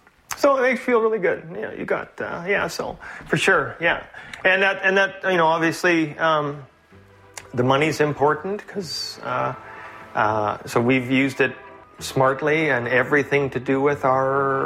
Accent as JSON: {"language": "English", "town": "Toronto", "region": "Ontario", "country": "Canada", "tie": "born or raised there", "said": "I came from Weston, a tough, you know, inner-city working-class neighborhood. You know, lived in low-rent housing."}